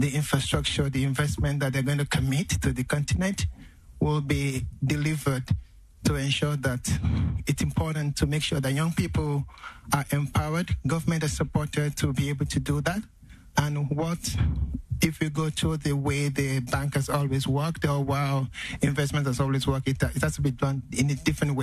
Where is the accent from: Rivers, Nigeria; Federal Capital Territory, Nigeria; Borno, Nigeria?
Federal Capital Territory, Nigeria; Abuja; I'm from Abuja.